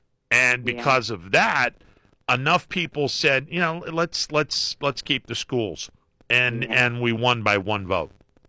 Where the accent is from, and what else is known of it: Leetonia, Ohio, United States; born there; also born or lived in Boardman, Ohio